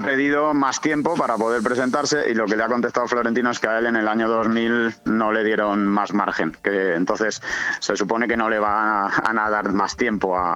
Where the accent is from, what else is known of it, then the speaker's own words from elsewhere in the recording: Albatera, Valencian Community, Spain; Lógicamente, muy vecino mío, de la Vega Baja. Sí. Yo sabes que soy de Albatera, sí.